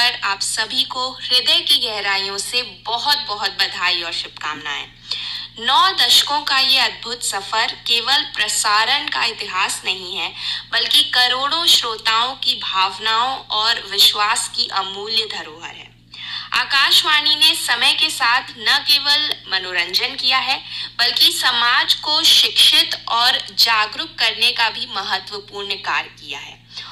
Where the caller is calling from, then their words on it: Prayagraj, Uttar Pradesh, India; और मैं प्रयागराज से हूँ।